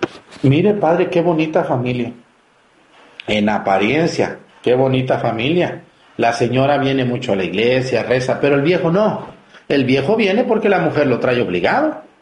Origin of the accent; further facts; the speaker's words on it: Mexticacán, Jalisco, Mexico; mi pueblo en Mestigacán